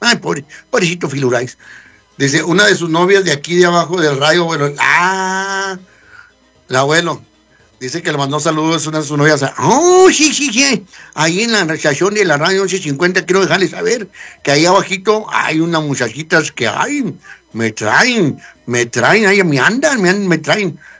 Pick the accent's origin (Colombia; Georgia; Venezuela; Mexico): Mexico; Cañitas de Felipe Pescador, Zacatecas; born there; En Felipe Pescador Cañitas, Zacatecas, ahí nací, ¿eh? Ahí nací